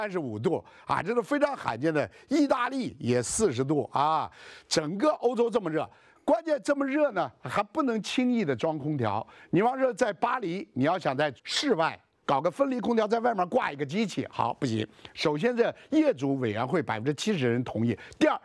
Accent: China

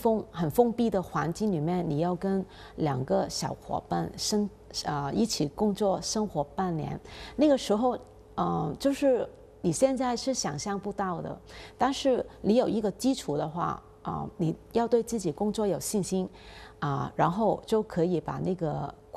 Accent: Hong Kong; ，首先特别感谢大家对我的关注还有支持，非常感谢国家对我们香港那边的支持。

